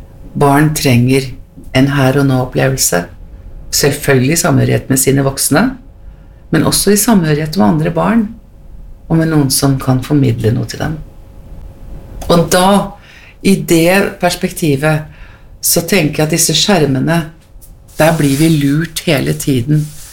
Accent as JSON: {"language": "Norwegian", "town": "Heggedal", "region": "Akershus", "country": "Norway", "tie": "born or raised there", "said": "de opplevde jeg som 2-, 3-, 4- og 5-åring foran radioapparatet hjemme på Heggedal. Og alt dette her, det ble en slags felles referanser for oss som vokste opp den gangen."}